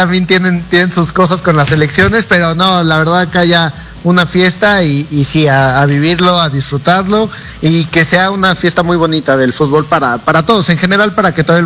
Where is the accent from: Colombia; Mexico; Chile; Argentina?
Mexico